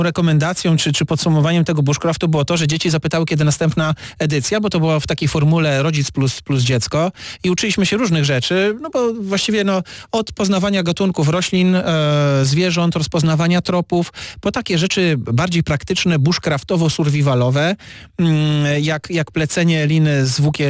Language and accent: Polish; Opole Voivodeship, Poland; u nas na Opolszczyźnie, bo to jest po prostu ciepło.